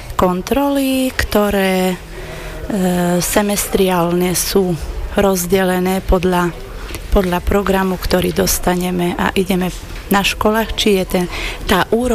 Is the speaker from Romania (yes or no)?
yes; Romania; Takže zatiaľ vystupujeme len doma v Rumunsku.